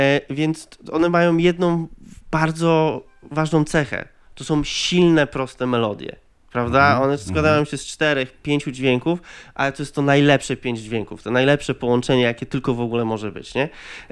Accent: Opoczno, Łódź Voivodeship, Poland; also born or lived in Copenhagen; ja jestem z Opoczna

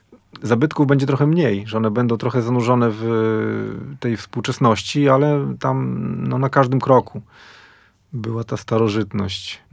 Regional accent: Tykocin, Podlaskie Voivodeship, Poland; ja pochodzę z Podlasia

